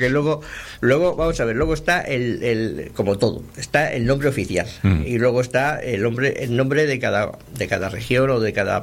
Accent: Laredo, Cantabria, Spain; en Laredo tenemos cancaricote. Nada más que en Laredo.

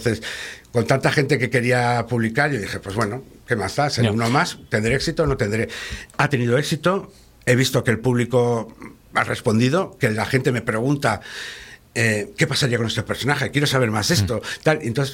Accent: León, Castile and León, Spain; born there; yo nací en León porque casualmente en aquella época mi madre sacó unas cátedras y eligió León, y mi padre siguió a mi madre.

